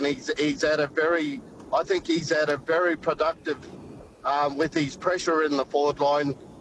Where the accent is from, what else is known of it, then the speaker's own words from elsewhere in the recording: Coburg, Victoria, Australia; And I'm from Coburn as well, Corby Hammond Park.